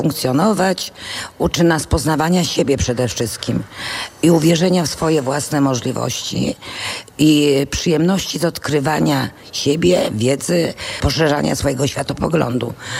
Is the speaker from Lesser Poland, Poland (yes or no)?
no; Łódź, Łódź Voivodeship, Poland; born there; moved away as an adult; now in Warsaw, Poland; Kiedyś pracowałam w Łodzi, bo jestem łodzianką z wykształcenia i z miejsca urodzenia.